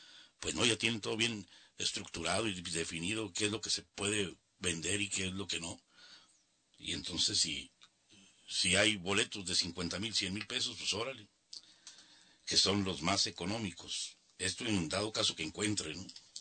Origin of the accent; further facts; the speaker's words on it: Mexico; así somos los mexicanos.